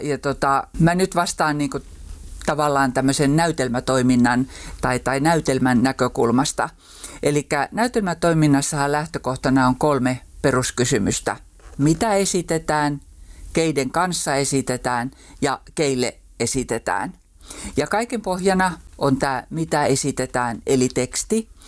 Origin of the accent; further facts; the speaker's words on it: Rovaniemi, Lapland, Finland; moved away as an adult; also born or lived in Helsinki; Olen kyllä alun perin rovaniemeläinen, mutta tämmöinen paluumuuttaja. Eli olen syntynyt ja kasvanut täällä, mutta sitten työelämä vei moneksi vuosikymmeneksi Helsinkiin. Ja sitten kun muutin takaisin